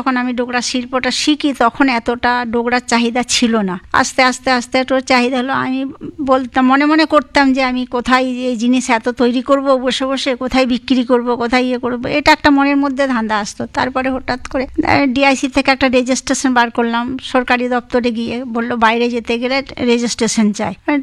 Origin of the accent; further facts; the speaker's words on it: Bankura, West Bengal, India; ছোটবেলায় ছিলাম, আমার বাঁকুড়াতেই বাড়ি, বিয়ে হয়েছে বাঁকুড়ায়, শ্বশুরবাড়ি বাঁকুড়া ডিস্ট্রিক্টে।